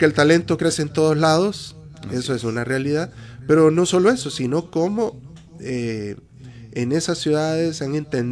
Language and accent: Spanish; Honduras; Entonces tú tienes que hacer doble esfuerzo como hondureño